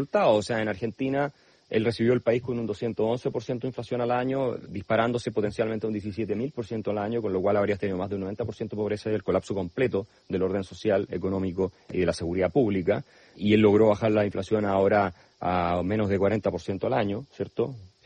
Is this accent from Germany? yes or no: yes; Germany; yo soy alemán